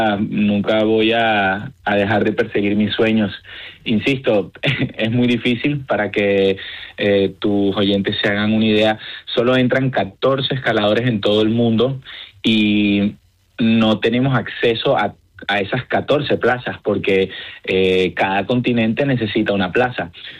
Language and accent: Spanish; Caracas, Capital District, Venezuela; moved away; aunque que nací en Caracas, soy español de origen. O sea, yo siempre fui español. Yo nunca tuve que pedir la nacionalidad o hacer algún proceso para obtenerla. Uh-huh. Desde que nací, mi padre nació en Vigo